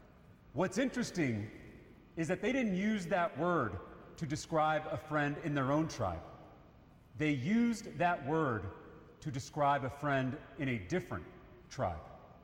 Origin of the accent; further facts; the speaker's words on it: Round Rock, Texas, United States; Hell, we got the biggest donuts in the world in my hometown of Round Rock, Texas.